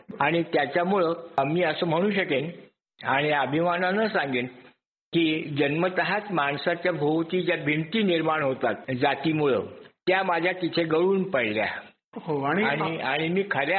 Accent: Aurangabad, Maharashtra, India; born there; also born or lived in Savkhed, Marathwada; now in Ahmednagar, India; मराठवाड्यामध्ये सावखेड नावाचं एक गाव आहे. पण मराठवाडा म्हणजे औरंगाबाद जिल्हा आणि नगर जिल्हा याच्या सीमेवरचं गाव आहे.

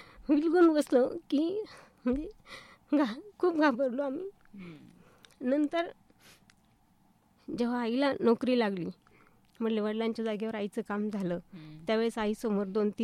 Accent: Ahmednagar, Maharashtra, India; मी तशी मूळची नगरचीच आहे। माझं बालपण एका ठिकाणी नाही गेलं, प्रत्येक वेळी माझं बालपण चेंज होत गेलं।

